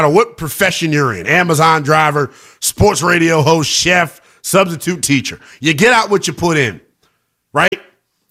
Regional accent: Maryland, United States; We're both from Maryland, I'm pretty sure.

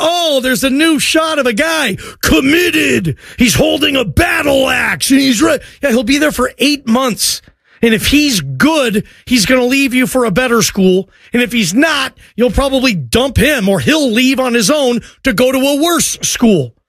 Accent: Seattle, Washington, United States; Growing up in Seattle

